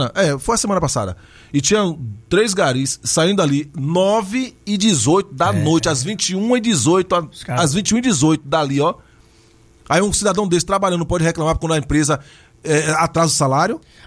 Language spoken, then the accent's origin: Portuguese; Brazil; eu sou brasileiro